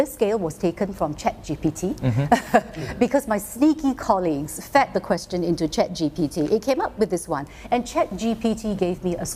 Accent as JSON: {"language": "English", "country": "Singapore", "said": "I'm very Singaporean."}